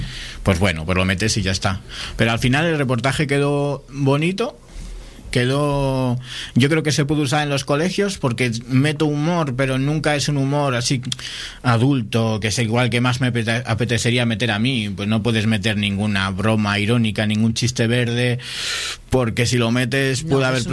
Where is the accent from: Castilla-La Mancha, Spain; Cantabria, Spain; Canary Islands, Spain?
Cantabria, Spain; Laredo; Oh, pues yo soy de Laredo, ah, yo también.